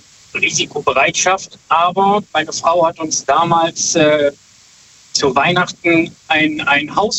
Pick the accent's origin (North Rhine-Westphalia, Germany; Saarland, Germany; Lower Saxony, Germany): North Rhine-Westphalia, Germany; Brüggen; Aus der Nähe von Viersen, aus Brücken.